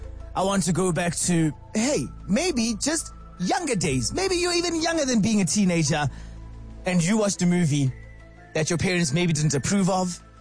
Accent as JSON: {"language": "English", "town": "Johannesburg", "region": "Gauteng", "country": "South Africa", "tie": "born there", "said": "Because, of course, I'm from the Southeast in a sense."}